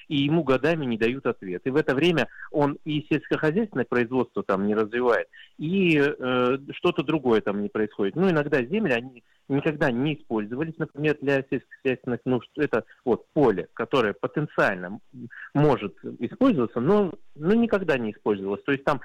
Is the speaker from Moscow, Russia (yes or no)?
no; Altai Krai, Russia; Я родом с Алтайского края.